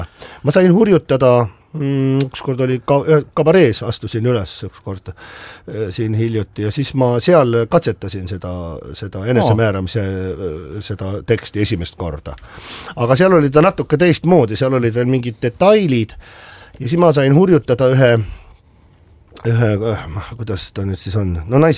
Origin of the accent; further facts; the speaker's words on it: Harju County, Estonia; born there; maja naaber sünnipäraselt, et ma olen ju seal Hiiu pubi vastas on Lillepoekane, vaheline maja, see on minu sünnikodu seal.